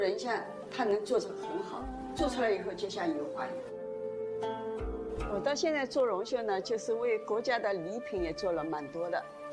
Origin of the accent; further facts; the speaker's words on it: China; 我们中国人